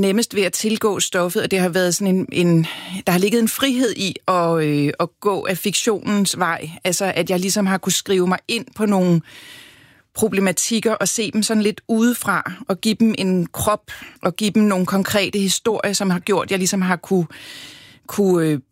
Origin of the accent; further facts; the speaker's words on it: Copenhagen, Capital Region of Denmark, Denmark; Ja, altså jeg er opvokset i et miljø på, jeg er opvokset på Christianshavn, hvor kan man sige, den venstrefløj jo især også holdt til.